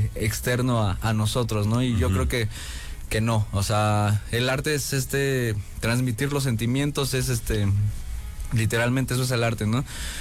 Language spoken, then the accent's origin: Spanish; Gustavo A. Madero, Mexico City, Mexico; born or raised there